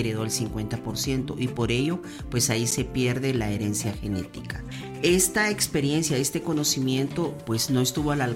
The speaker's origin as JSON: {"language": "Spanish", "country": "Guatemala"}